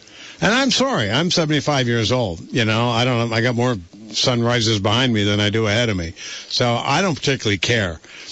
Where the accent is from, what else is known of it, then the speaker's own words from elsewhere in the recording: South Dorset, Vermont, United States; one sort of replica of my family growing up in South Dorset, Vermont in the 50s